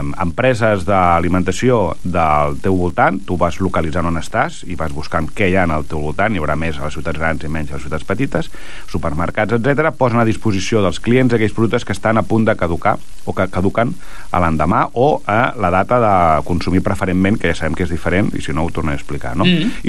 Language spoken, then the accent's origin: Catalan; Vilassar de Mar, Catalonia, Spain